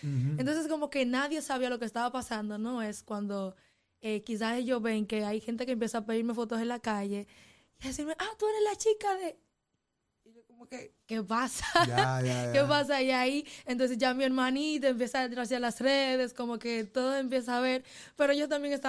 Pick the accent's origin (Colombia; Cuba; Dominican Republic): Dominican Republic; Los Alcarrizos, Santo Domingo; de donde yo vengo, yo soy de Santo Domingo, Los Alcarrizos, eso es un barrio allá